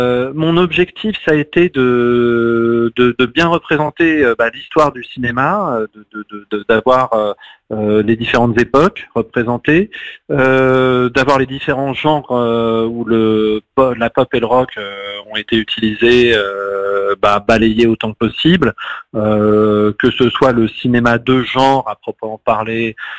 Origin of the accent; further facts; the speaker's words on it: France; qu'en tant que Français